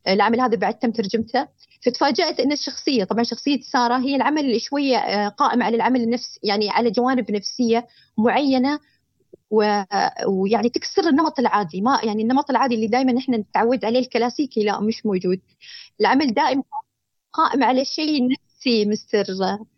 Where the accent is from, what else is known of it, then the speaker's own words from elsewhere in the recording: United Arab Emirates; بالنسبة نحن كمجتمع إماراتي